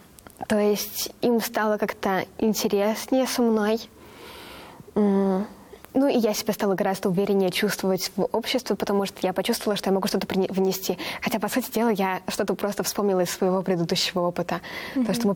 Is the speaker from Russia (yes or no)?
no; Mexico; Russian is a second language; мы такие девушки из Мексики очень много ныли.